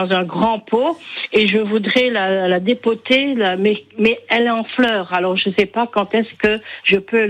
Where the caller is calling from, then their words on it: Saint-Barthélemy, Bourgogne-Franche-Comté, France; je suis sur Saint-Barthélemy dans la Haute-Saône